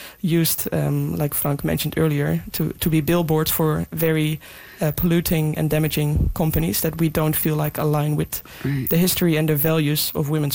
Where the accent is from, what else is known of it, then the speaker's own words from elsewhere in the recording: Netherlands; English is a second language; also born or lived in Glasgow, Scotland; growing up in the Netherlands playing football there, there wasn't too many, weather events, other than it at times being a bit cold in winter and games being cancelled because it was too cold and the pitch was freezing.